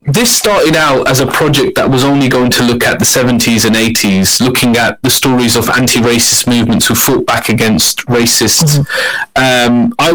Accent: Luton, East of England, United Kingdom; Yeah, born and bred in Luton, still live in the town. My granddad was here, my dad grew up in Luton as well. I'm British Kashmiri, families from Mirpur and Azad Kashmir, and yeah, Luton means a lot to me. It's my town.

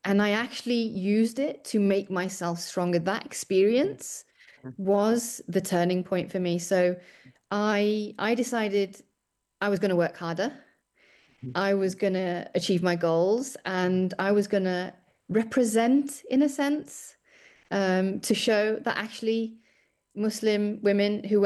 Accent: United Kingdom; irrespective of my faith, of the fact that I wear a hijab, I'm British and I'm proud of it.

